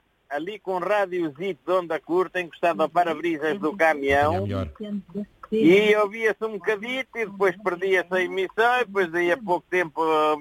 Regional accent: Ansião, Leiria, Portugal

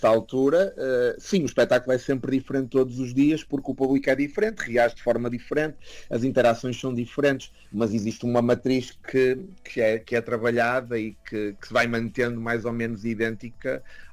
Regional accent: Portugal; moved away

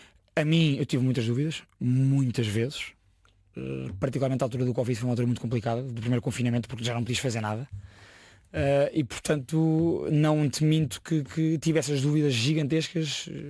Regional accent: Lisbon, Portugal; Eu sou da Margem Sul.

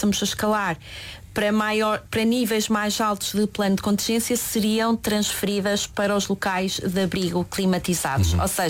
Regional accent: Norte, Portugal; Eu sou transmontana, conheço bem a realidade das nossas aldeias

